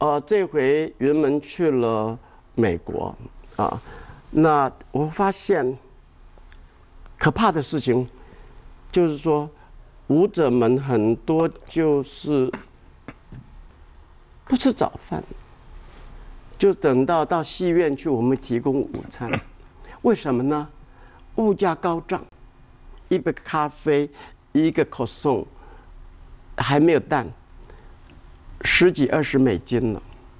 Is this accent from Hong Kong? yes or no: no; Xingang, Chiayi County, Taiwan; 我的故乡新港，我们的老家，被县政府指定为古迹